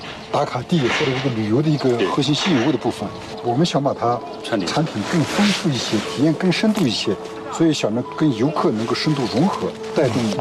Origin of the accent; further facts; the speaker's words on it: Qinghai, China; 我是青海人，从事旅游业呢42年，一直从事导游工作。